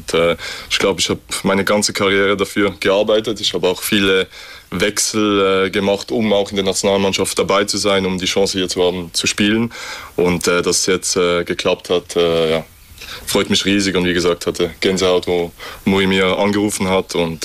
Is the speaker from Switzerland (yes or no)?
yes; Switzerland